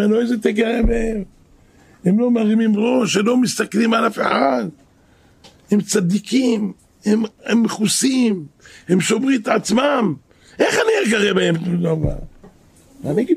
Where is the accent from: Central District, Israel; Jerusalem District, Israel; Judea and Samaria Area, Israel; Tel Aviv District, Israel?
Jerusalem District, Israel; Jerusalem; אנחנו חיים פה, אנחנו גדלנו פה משאנחנו ילדים באזור הזה.